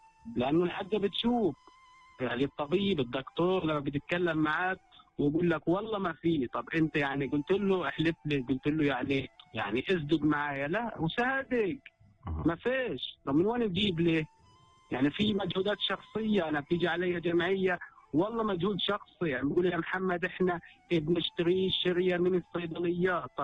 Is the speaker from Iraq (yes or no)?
no; Palestine; انا فلسطيني وعندي رئيس وعندي منظمه وعندي دوله